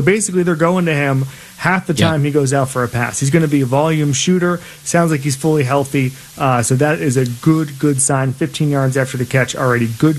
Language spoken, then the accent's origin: English; Florida, United States; and I grew up in Florida.